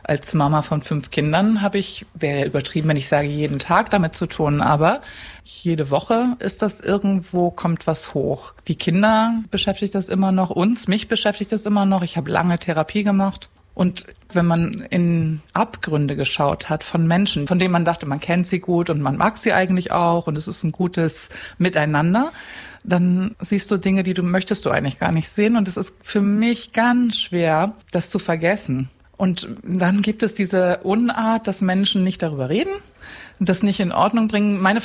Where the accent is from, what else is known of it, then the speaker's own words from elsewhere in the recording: Cuxhaven, Lower Saxony, Germany; moved away as an adult; also born or lived in Hamburg / Berlin; now in Saxony-Anhalt, Germany; Ich bin eine Hamburgerin und genau. Und dann in Cuxhaven groß geworden und habe mein Leben lang nur in Westdeutschland gelebt.